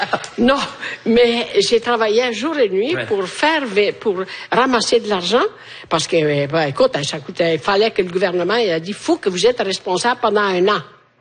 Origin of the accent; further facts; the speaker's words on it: Italy; French is a second language; Puis c'est l'hiver. Chez nous, en Italie, il fait chaud.